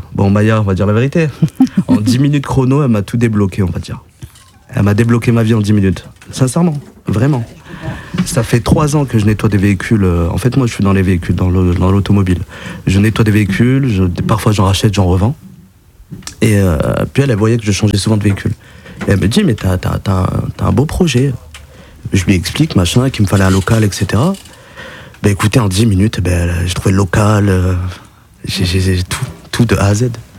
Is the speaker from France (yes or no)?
yes; Coulounieix-Chamiers, Nouvelle-Aquitaine, France; Je suis né à Coulmiers-Chamiers, au Romain-Rolland, là où ils ont détruit les bâtiments.